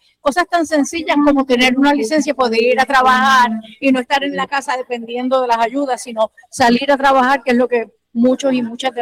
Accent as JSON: {"language": "Spanish", "country": "Puerto Rico", "said": "Yo, como puertorriqueña"}